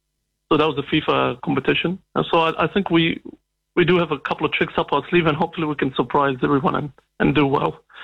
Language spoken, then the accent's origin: English; New Zealand; Consider myself more Kiwanized than anything else, but you know, growing up here.